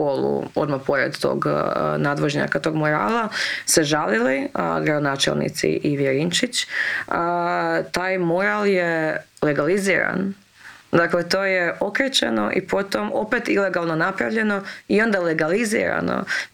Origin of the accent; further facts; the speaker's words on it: Vukovar, Vukovar-Srijem County, Croatia; odrasla sam u Vukovaru uz grafite Ubi Srbina i to mi je bilo kao nešto standardno.